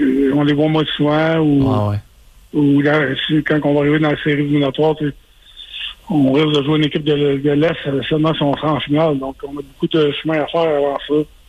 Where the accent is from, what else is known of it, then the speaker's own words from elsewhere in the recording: Quebec, Canada; moved away; étant donné que je suis Québécois